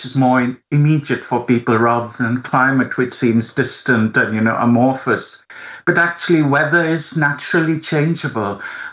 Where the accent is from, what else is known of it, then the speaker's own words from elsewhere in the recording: central India, India; moved away as an adult; also born or lived in Netherlands; at that time, I was living in the Netherlands, far away from where I'd grown up in central India.